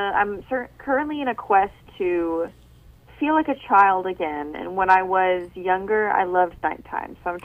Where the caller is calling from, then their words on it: Memphis, Tennessee, United States; I'm calling from Memphis, Tennessee.